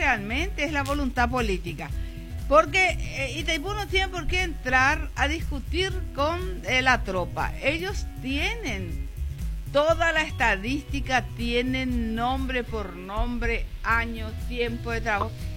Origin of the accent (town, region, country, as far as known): Paraguay